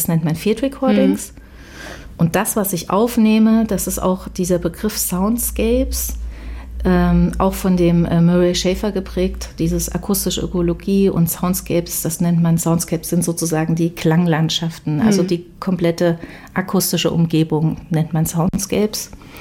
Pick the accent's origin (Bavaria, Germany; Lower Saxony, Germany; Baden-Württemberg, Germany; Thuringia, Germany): Thuringia, Germany; Weimar; Ich komme ja aus Weimar, da ist das schon bekannt, einfach auch durch die Uni.